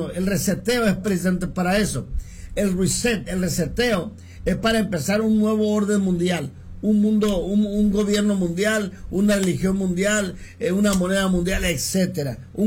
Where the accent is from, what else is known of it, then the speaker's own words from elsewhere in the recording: Culiacán, Sinaloa, Mexico; moved away; mi ciudad natal en Culiacán, Sinaloa